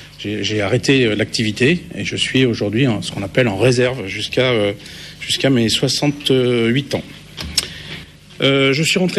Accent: France; la paix nous a coûté cher, en tant que Français, et spécialement en tant que militaire

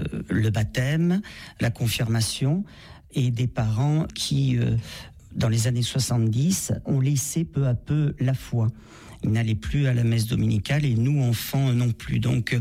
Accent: Saint-Paul-Trois-Châteaux, Auvergne-Rhône-Alpes, France; born there; also born or lived in Montélimar / Millau; Oui, je suis né à Saint-Paul-Trois-Châteaux. J'ai vécu 8 ans à Montélimar et après, on est allé à Millau, dans l'Aveyron.

